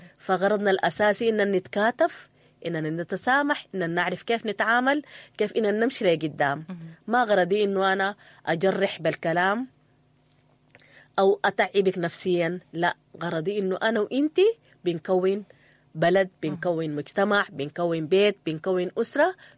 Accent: Sudan; احنا كلنا سودانيين

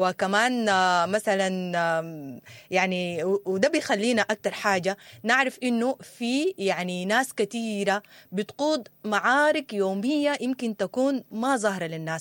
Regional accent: Sudan; خاصة إحنا كسودانيين معروفين بالأمثال الكثيرة

